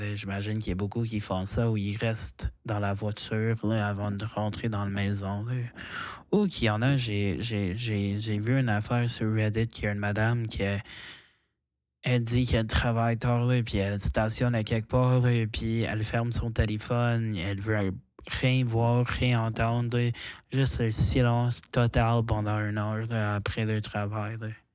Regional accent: Nova Scotia, Canada; beaucoup de gens de mon coin, beaucoup de gens qui viennent du rive de l'Est. De la Nouvelle-Écosse, donc dans ma région

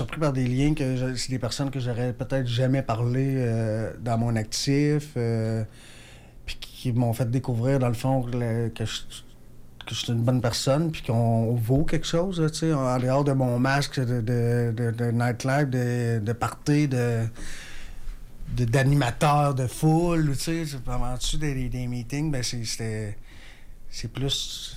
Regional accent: Quebec City, Quebec, Canada; je disais que j'étais de Québec.

